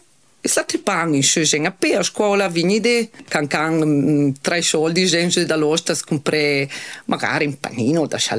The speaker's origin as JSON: {"language": "Italian", "town": "Corvara", "region": "Trentino-Alto Adige", "country": "Italy", "tie": "born or raised there", "said": "Io sono cresciuta su a Corvara, io sono giù da scuola in Corvara."}